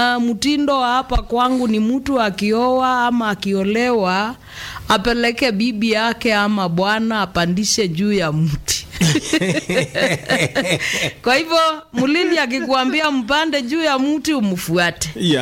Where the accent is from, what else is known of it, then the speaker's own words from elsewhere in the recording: Mwala, Machakos County, Kenya; born there; nimezaliwa sehemu za Mwala karibu na Kabaa High School hapo mahali kunaitwa Mumbuni wa Mondo.